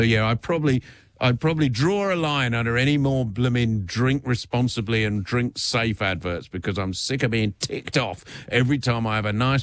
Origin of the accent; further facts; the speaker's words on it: Australia; I'm proud, as an Australian